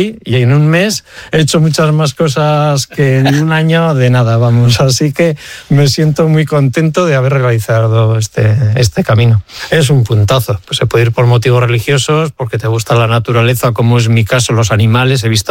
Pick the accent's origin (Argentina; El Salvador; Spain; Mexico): Spain; Basque Country; Los vascos siempre dejamos el listón muy alto, muy alto.